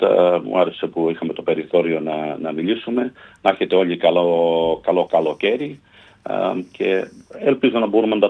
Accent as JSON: {"language": "Greek", "country": "Australia", "said": "Είμαστε μια μικρή χώρα, 28 εκατομμύρια"}